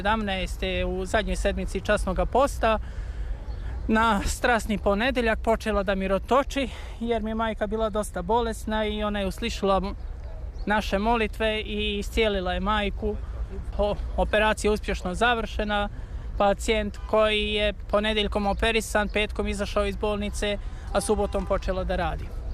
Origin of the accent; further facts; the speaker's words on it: Banja Luka, Republika Srpska, Bosnia & Herzegovina; Dolazim iz Svete Krajine, Republike Srpske, Banja Luke.